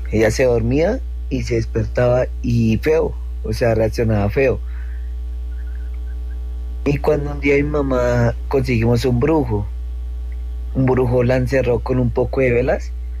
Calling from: Soacha, Cundinamarca, Colombia; tenía 18 años. Imagínate que nosotros nos fuimos a, yo soy de Soacha, Bogotá, y nos fuimos a vivir en el Rincón del Lago, por la ciudad de la Sucre, igual en Soacha

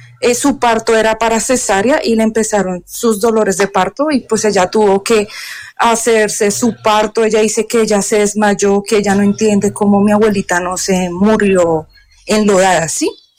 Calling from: Colombia; todos somos colombianos

